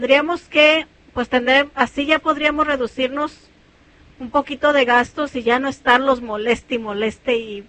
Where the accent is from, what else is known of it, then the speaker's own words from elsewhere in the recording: Michoacán, Mexico; moved away; es que allá en mi pueblo, Michoacano, se dice a piquín.